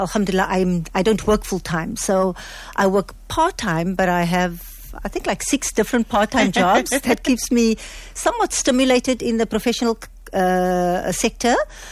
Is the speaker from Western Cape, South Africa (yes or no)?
yes; Cape Town, Western Cape, South Africa; I grew up in Mitchells Plain, so Portland specifically.